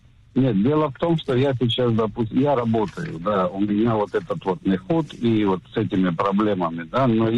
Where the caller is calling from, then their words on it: Bat Yam, Tel Aviv District, Israel; Здравствуйте … из Батьяма.